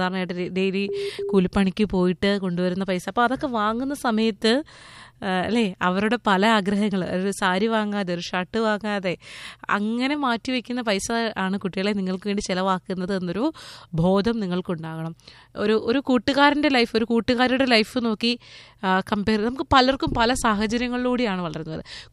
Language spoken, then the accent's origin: Malayalam; Karunagappally, Kerala, India; എൻ്റെ നാട്ടുകാർ, എൻ്റെ പ്രിയപ്പെട്ട കരുനാഗപ്പള്ളിക്കാരെന്ന് ഞാൻ വിശ്വസിക്കുന്നു.